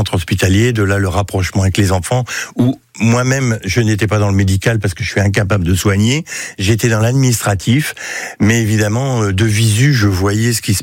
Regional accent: Lille, Hauts-de-France, France; born there; Moi, je suis né à Lille. Alors, en 1959, j'ai 66 balais, voilà.

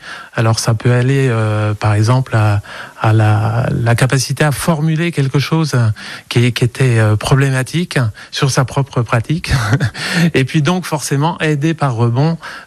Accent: Bourges, Centre-Val de Loire, France; En fait, je suis de Bourges, donc j'ai commencé à enseigner dans les environs de Bourges

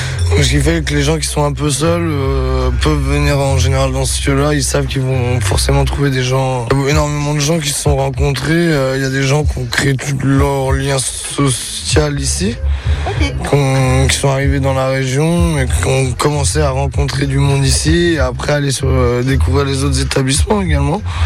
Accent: Nantes, Pays de la Loire, France; now in Saint-Nazaire, France; Non, je suis nantais, moi. Ça fait 5 ans que je suis à Saint-Nazaire maintenant.

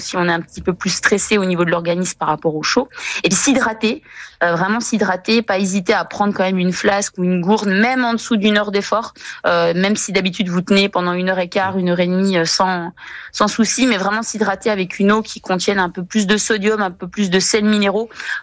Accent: Bourgogne-Franche-Comté, France; j'aurais jamais cru en tant que jurassienne

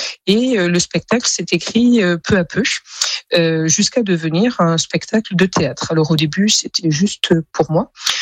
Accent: Auvergne-Rhône-Alpes, France; Alors, je viens de Haute-Loire, à côté du Puy-en-Velay.

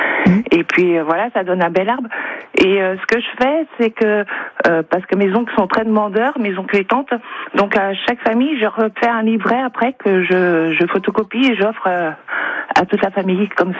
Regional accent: Mayenne, Pays de la Loire, France; now in Saint-Rémy, France; je suis originaire de la Mayenne

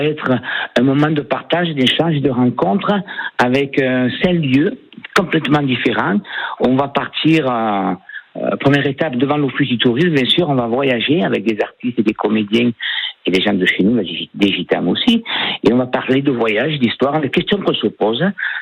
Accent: Agde, Occitanie, France; moi je suis quand même agatois, hein, j'ai grandi à Agde

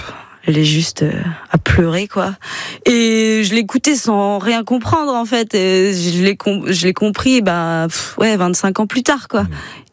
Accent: Normandy, France; moved away as an adult; now in Brittany, France; j'ai pas grandi en Bretagne, j'ai grandi en Normandie. Voilà, j'ai juste mon grand-père qui était de Kerglof, à côté de Carré, qui est venu avec toute sa famille pendant la guerre.

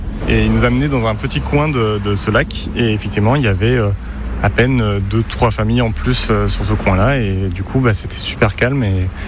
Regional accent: Bordeaux, Nouvelle-Aquitaine, France

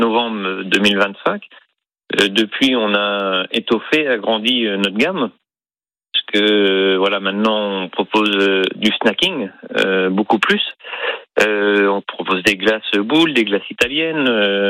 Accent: La Haye-du-Puits, Normandy, France; je suis originaire de la haie du Puy. J'ai 44 ans, donc ça fait 44 ans qu'on est sur la haie du Puy.

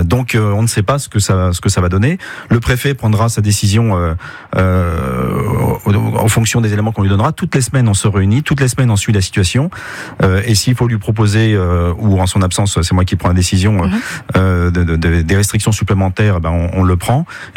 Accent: France; Chez nous, en France, le principe, c'est la liberté et puis l'exception, l'interdiction.

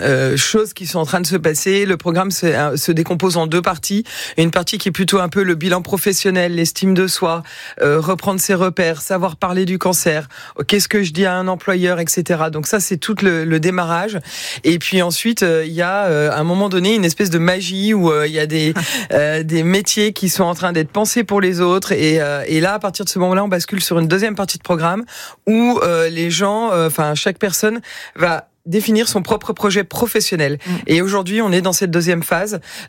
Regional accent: Besançon, Bourgogne-Franche-Comté, France; moved away; also born or lived in Lyon; je suis byzantine d'origine.

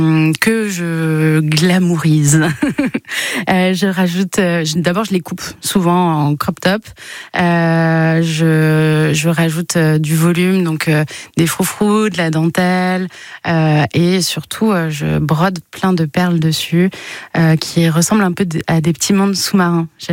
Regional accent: Strasbourg, Grand Est, France; now in Bayonne-Anglet-Biarritz, France; je viens de Strasbourg et chez moi on dit au bab pour dire oh punaise ou waouh c'est trop stylé.

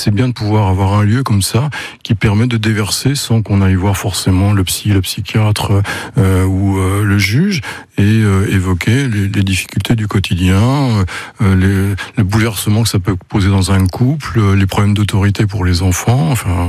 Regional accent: Le Mans, Pays de la Loire, France; born there; je suis né au Mans il y a 73 ans.

